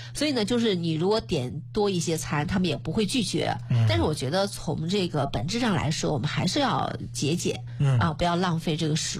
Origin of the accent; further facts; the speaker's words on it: China; 我觉得还是要保持我们中国人的这种素养